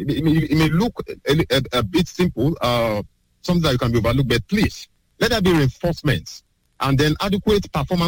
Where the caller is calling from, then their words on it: Ibadan, Oyo, Nigeria; I'm calling from Jericho.